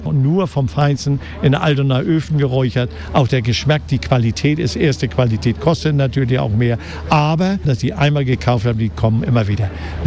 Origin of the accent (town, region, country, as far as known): Hamburg, Germany